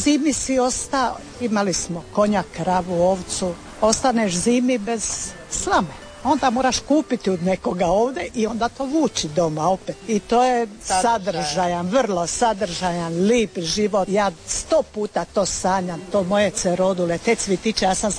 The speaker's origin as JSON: {"language": "Croatian", "town": "Zadar", "region": "Zadar County", "country": "Croatia", "tie": "born or raised there", "also_born_or_lived": "Africa (refugee camp)", "said": "Kad sam ja bila mala, ja sam došla u Belafužu od 4 godine. 4 godine, jer bili smo u izbjeglištu u Africi i došli smo 4 godine sam imala kad sam došla u palac."}